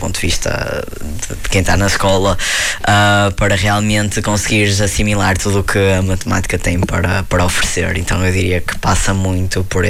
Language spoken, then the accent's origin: Portuguese; Guimarães, Norte, Portugal; Sou de Guimarães, por coincidência.